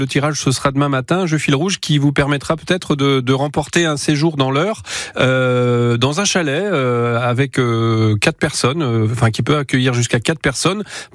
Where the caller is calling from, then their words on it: Auvers, France; à Auvers.